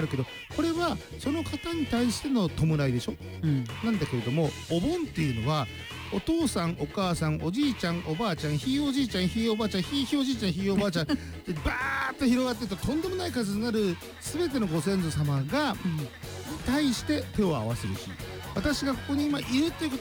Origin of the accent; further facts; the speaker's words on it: Ibaraki, Japan; 地元茨城